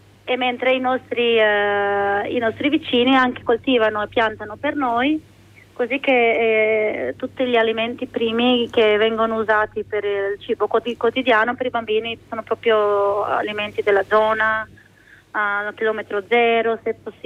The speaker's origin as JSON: {"language": "Italian", "town": "Brtonigla", "region": "Istria County", "country": "Croatia", "tie": "born there", "also_born_or_lived": "Villanova (Nova Vas), Istria", "said": "Sono nata qua, sono nata a Verteneglia, poi sono venuta a vivere a Villanova, dove vivevano prima mia mamma e i miei nonni."}